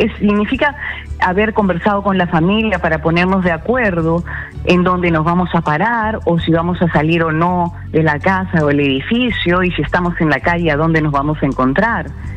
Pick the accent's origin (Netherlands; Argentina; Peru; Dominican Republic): Peru; yo como peruana sí. Voy a caminar erguida, orgullosa de ser peruana